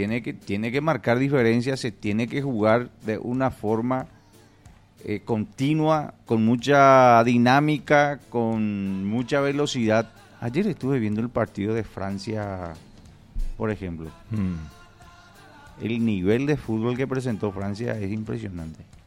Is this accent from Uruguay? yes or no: yes; Uruguay; Y porque somos uruguayos o porque tenemos la celeste, vamos a ganar